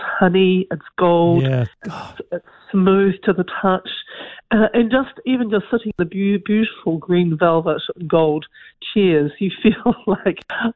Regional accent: Bay of Plenty, New Zealand; I am from Te Whakatoi here, and when I learned this with my father, who is from Te Whakatoi here

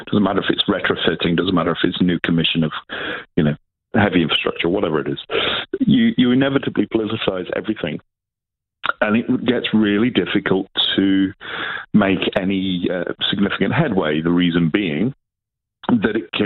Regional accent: New Zealand; love the country, love being here. I love being a Kiwi.

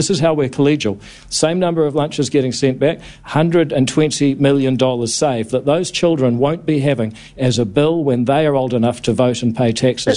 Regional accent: New Zealand; One of the things I'm proudest of as a New Zealander is the fact that our country has forensically gone through its history

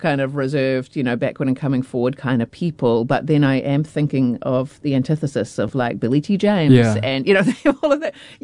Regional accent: New Zealand; you know, I'm a Kiwi, right? And I think our sense of humour is quite different.

